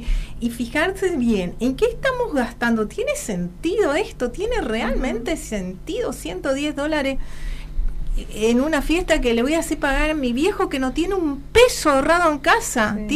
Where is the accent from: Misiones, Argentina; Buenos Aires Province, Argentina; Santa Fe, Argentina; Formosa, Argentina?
Misiones, Argentina; Puerto Rico; now in Posadas, Argentina; quiero recordar mi pueblo, Puerto Rico.